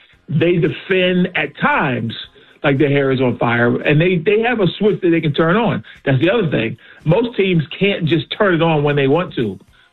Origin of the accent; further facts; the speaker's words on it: Philadelphia, Pennsylvania, United States; as a Philadelphian